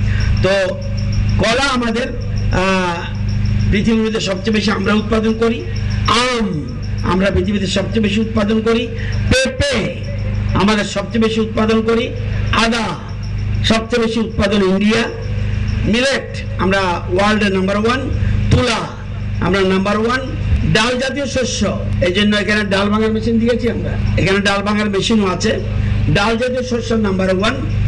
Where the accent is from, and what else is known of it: India